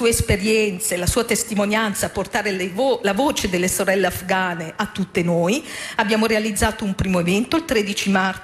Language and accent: Italian; Milan, Lombardy, Italy; io sono di Milano